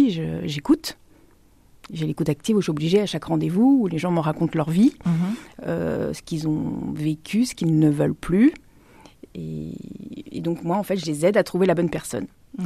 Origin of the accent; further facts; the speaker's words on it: Rouen, Normandy, France; je suis née à Rouen. J'ai fait toute ma scolarité sur Rouen, j'ai travaillé sur Rouen et aujourd'hui j'ai créé une entreprise sur Rouen.